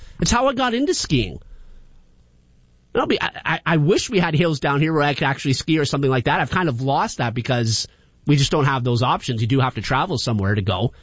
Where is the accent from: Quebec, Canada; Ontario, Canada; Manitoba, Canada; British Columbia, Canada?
Ontario, Canada; Sudbury; I had some advantages growing up in Sudbury, and the school that I grew up in before we moved down here, it was kind of like it was all bush behind us.